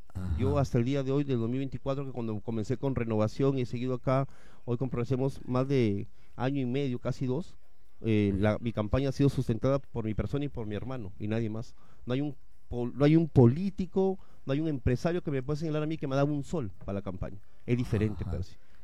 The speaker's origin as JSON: {"language": "Spanish", "town": "Castilla", "region": "Piura", "country": "Peru", "tie": "born or raised there", "said": "Soy castellano, extacaleño, hoy morador cocillano"}